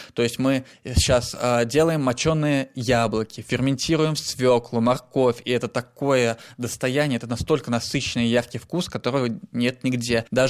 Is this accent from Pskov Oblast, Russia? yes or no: yes; Sebezh, Pskov Oblast, Russia; Я вырос в Себеже, и в Себеже это замечательный озерный край, и там бесконечное количество природных ресурсов. Я даже помню, я в детстве, кстати, торговал ягодами, яблоками, грибами на рынке.